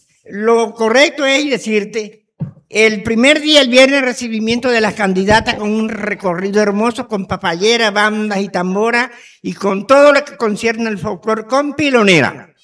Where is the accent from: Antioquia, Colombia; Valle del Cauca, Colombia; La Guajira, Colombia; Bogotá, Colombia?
La Guajira, Colombia; San Juan del Cesar; born there; mi tierra que me vio nacer. Y ojo, mis padres se vinieron en el 65 y los vi salir con lágrimas y me quedé.